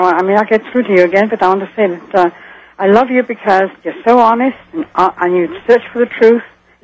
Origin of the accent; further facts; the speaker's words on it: British Columbia, Canada; I'm from British Columbia.